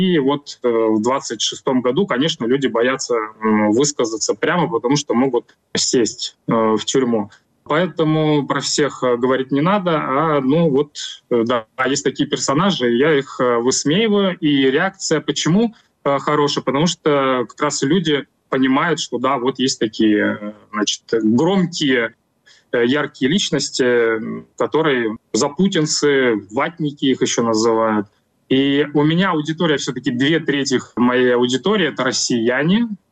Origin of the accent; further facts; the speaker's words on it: Russia; moved away as an adult; я сам россиянин, и я до 25 года жил в России